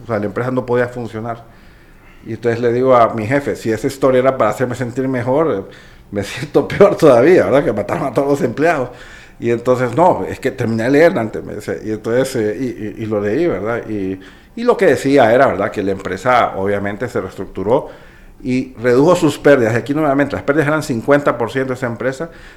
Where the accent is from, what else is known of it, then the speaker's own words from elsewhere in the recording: Honduras; como hondureño, y lo digo realmente como hondureño responsable